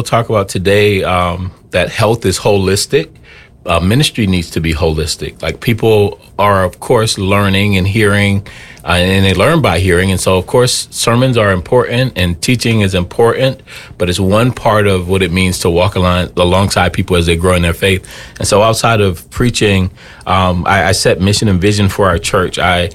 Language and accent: English; Bowman, South Carolina, United States; moved away as an adult; now in Twin Cities, United States; born and raised outside of Charleston, small place called Bowman, South Carolina. My wife Shaniqua and I came here to the Twin Cities right out of college. So back in 2005